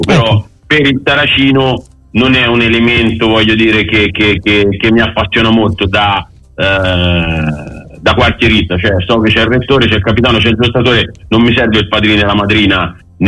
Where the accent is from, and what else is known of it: Tuscany, Italy